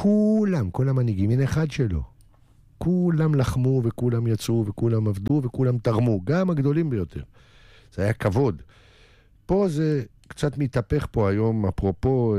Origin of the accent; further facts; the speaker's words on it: Jerusalem, Jerusalem District, Israel; אז הבנת שאני ירושלמי